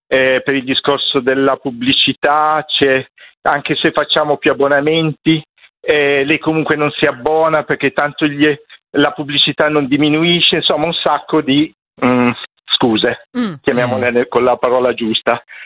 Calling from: Brianza, Lombardy, Italy; Ti chiamo dalla Brianza.

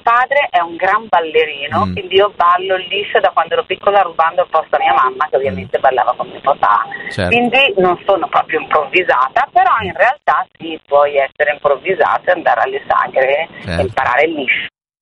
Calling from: Alfiano Natta, Piedmont, Italy

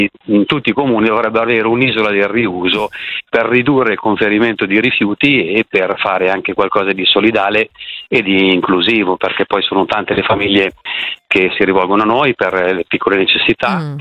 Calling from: Caronno Pertusella, Lombardy, Italy; chiamo da Carano Cartusella.

